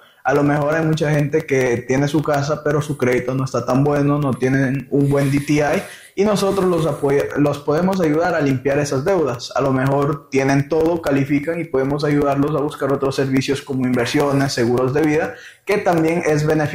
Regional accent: Ecuador; moved away; Yo soy de Ecuador.

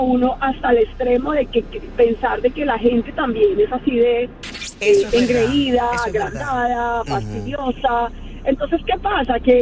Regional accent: Colombia; eso también hace que uno como colombiano como que diga, puta, le está quitando el premio a Egipto.

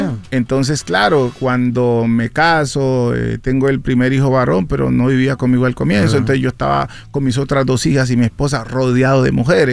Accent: Buenaventura, Valle del Cauca, Colombia; Yo nací en Buenaventura. Me crié en Buenaventura

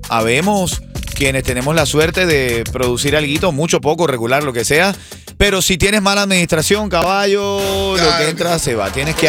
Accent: Venezuela; born there; moved away; en mi país natal, en Venezuela.

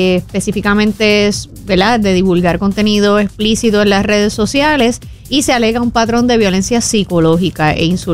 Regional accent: Puerto Rico

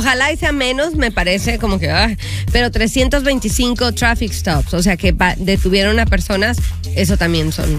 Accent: Mexico; sabes que soy latina, sabes que soy mexicana

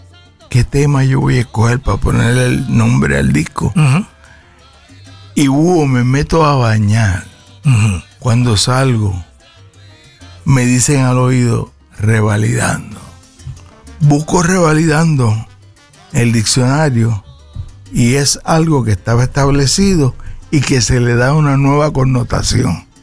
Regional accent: Vega Baja, Puerto Rico; A mi pueblo de Abaja

